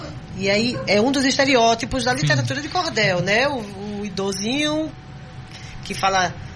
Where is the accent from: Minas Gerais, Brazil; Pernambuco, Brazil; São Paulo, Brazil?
Pernambuco, Brazil; Recife; eu sou recifense, né? A minha família toda é sertaneja, do sertão do Pajeú, uma cidade chamada Tabira. Mas eu sou daqui.